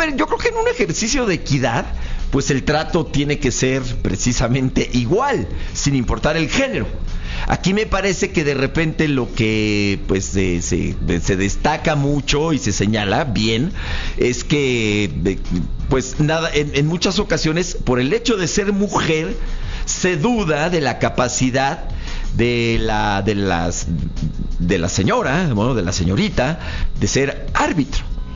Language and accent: Spanish; Mexico; así somos también los mexicanos